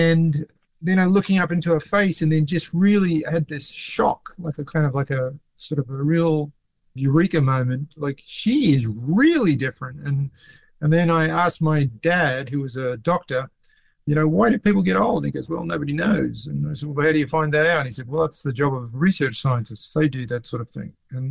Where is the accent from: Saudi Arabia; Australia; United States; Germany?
Australia; I remember my grandparents came over from Britain because I grew up in Australia.